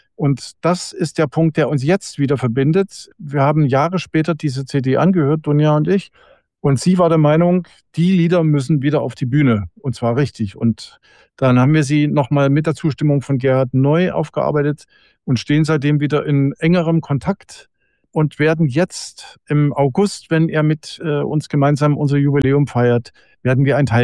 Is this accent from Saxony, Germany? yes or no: yes; Dresden, Saxony, Germany; Reichhall bei Dresden geboren und habe aber den Großteil meiner Zeit schon in und um Dresden